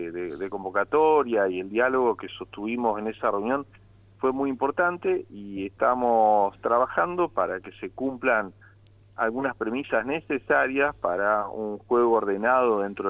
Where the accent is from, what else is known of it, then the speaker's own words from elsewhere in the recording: Santa Fe, Argentina; legalizar nuestra legitimidad como santafesinos.